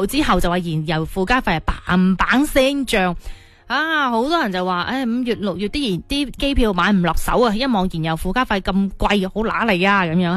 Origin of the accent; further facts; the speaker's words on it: Guangdong, China; 对我哋广东人嚟讲就快到